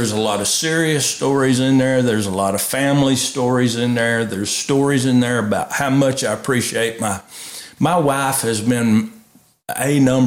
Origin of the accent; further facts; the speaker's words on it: the South, United States; Growing up in the South, it was hunting ethics was not always at the forefront.